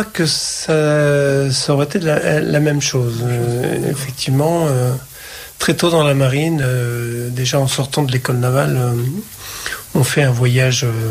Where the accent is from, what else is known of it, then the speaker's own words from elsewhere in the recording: Nouvelle-Aquitaine, France; also born or lived in Brive-la-Gaillarde; now in Rochefort, France; Je suis né à Brive-la-Gaillarde et j'ai grandi en Périgord.